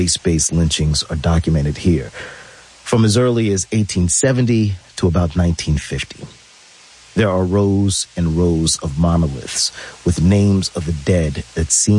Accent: Jacksonville, Florida, United States; a young man growing up in Jacksonville, Florida

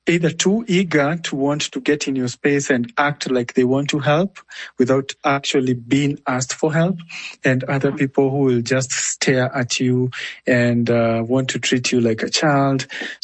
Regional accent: Nakuru, Nakuru County, Kenya; here in Kenya, especially in my hometown of Nakuru.

